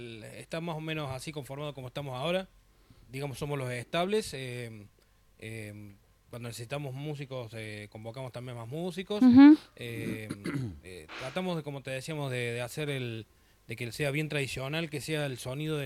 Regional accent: Córdoba, Argentina; nuestra herencia cultural como argentinos, como, bueno, en el caso mío como cordobés

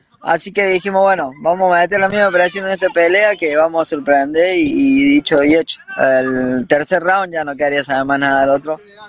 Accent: Mendoza, Argentina; now in Spain; hay otro argentino, otro mendocino

